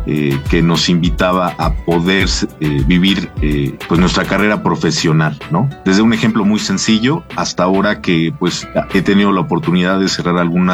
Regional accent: Ciudad Sahagún, Hidalgo, Mexico; soy originario de Ciudad Sahagún, Hidalgo

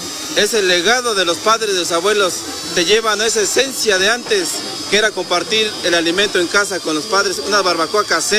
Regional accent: Actopan, Hidalgo, Mexico; Soy originario de Actopan, Hidalgo, la cuna de la barbacoa.

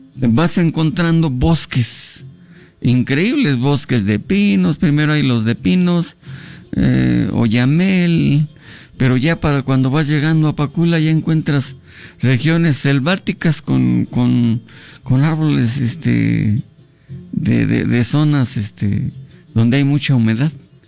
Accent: Zimapán, Hidalgo, Mexico; ya me voy para mi pueblo, voy a conocerlo, en realidad voy a conocerlo, porque no lo conocía, más conocía el centro de Zimapán y el Salitre, y Remedios, y es todo lo que sabía de Zimapán.

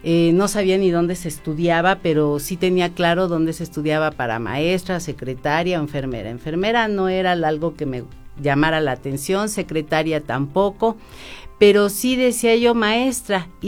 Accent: Tulancingo, Hidalgo, Mexico; tienes conocidos en Tulancingo, porque soy originaria de Tulancingo

